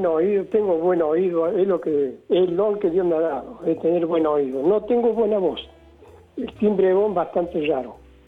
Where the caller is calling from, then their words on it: Córdoba, Argentina; te estoy llamando desde Córdoba, capital.